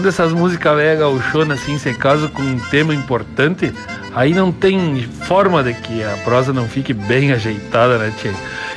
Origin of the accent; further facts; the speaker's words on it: Rio Grande do Sul, Brazil; o nosso assado aqui da nossa fronteira entre Brasil e Uruguai